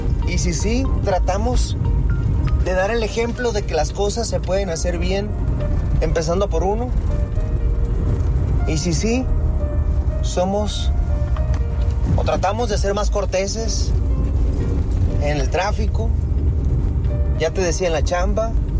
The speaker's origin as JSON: {"language": "Spanish", "town": "Monterrey", "region": "Nuevo León", "country": "Mexico", "said": "como neoleoneses también, como regiomontanos"}